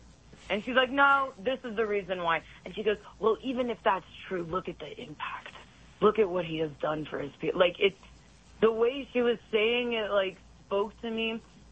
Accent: Israel; English is a second language; Because I'm Jewish and I'm from Israel and I was raised Jewish

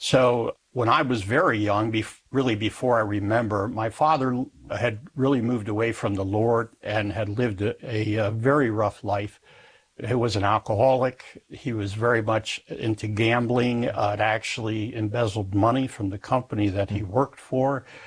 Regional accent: Pennsylvania, United States; also born or lived in New Jersey; So I grew up in Pennsylvania and New Jersey.

